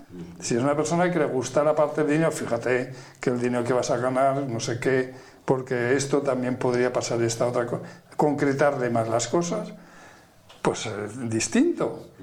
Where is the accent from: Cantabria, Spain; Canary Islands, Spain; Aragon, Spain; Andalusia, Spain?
Aragon, Spain; yo recuerdo a uno de la provincia de Huesca, de donde soy yo